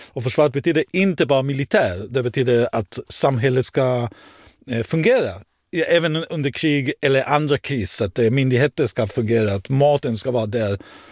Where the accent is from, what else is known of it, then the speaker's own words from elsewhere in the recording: Israel; Swedish is a second language; now in Sweden; Och där jag kommer ifrån, Israel, så är det krig hela tiden.